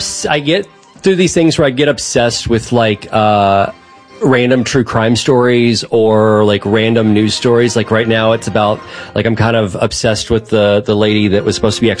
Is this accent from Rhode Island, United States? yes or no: no; Charlestown, Indiana, United States; my hometown, which is Charlestown, Indiana. I can tell you everything about that cute little city, and I'm very proud of it.